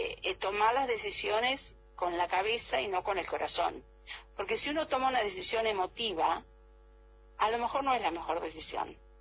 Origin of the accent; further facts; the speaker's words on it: Trenque Lauquen, Buenos Aires Province, Argentina; Yo soy de Trenquelauquen, que sí. en la provincia de Buenos Aires, y un pueblito más chiquito que se llama América, Rivadavia.